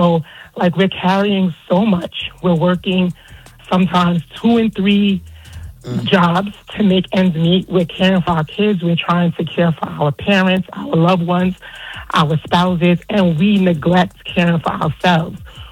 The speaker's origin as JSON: {"language": "English", "region": "New York", "country": "United States", "lives_now": "Burlington, United States"}